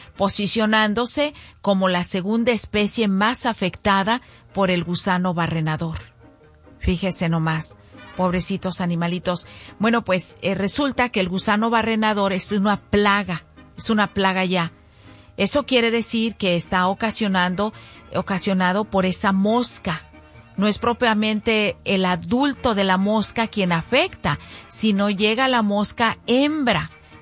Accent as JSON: {"language": "Spanish", "town": "Zacualco de Torres", "region": "Jalisco", "country": "Mexico", "tie": "born or raised there"}